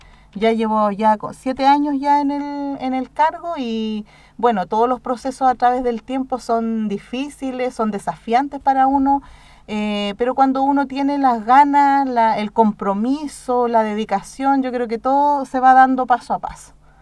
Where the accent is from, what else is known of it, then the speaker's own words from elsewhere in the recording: Cauquenes, Maule, Chile; Bueno, yo personalmente soy de aquí de Cauquenes, nacida y criada en Cauquenes. Me fui a estudiar, volví